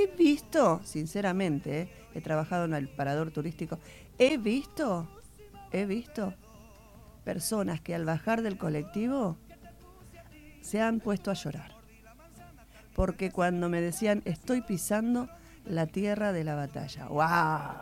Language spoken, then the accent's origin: Spanish; San Lorenzo, Santa Fe, Argentina; porque nosotros que somos de San Lorenzo y que vivimos ahí